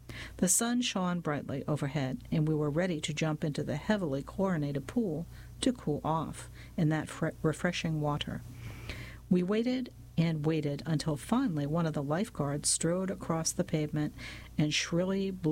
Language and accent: English; Howard, Kansas, United States; I often miss the carefree days of summer that I enjoyed as a child in the late 70s, growing up in Howard, Kansas.